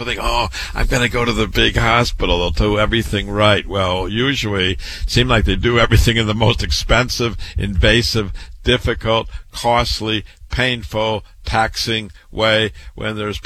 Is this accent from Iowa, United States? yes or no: yes; Waterloo, Iowa, United States; I'm born and raised in Waterloo, Iowa, went to public school, university, MD at 25